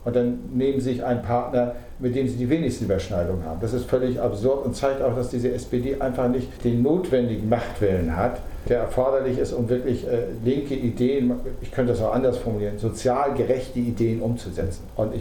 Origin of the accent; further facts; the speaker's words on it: Lübeck, Schleswig-Holstein, Germany; moved away as an adult; Ich komme ja aus Lübeck